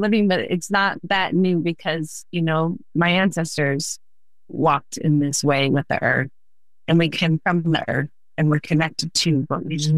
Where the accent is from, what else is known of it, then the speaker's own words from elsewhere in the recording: Silverton, Colorado, United States; And I was raised in Silverton, Colorado, some big, beautiful mountains and peaks. And it always felt like home to me.